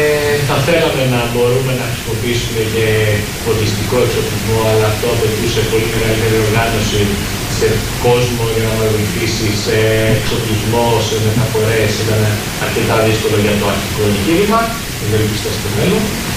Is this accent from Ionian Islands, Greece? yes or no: yes; Sami, Ionian Islands, Greece; moved away as an adult; now in Athens, Greece; Εγώ κατάγομαι και εγώ από την Κεφαλονιά, είμαι από τη Σάμι. Δυστυχώς για μένα αναγκάστηκα πριν κάποια χρόνια να φύγω για Αθήνα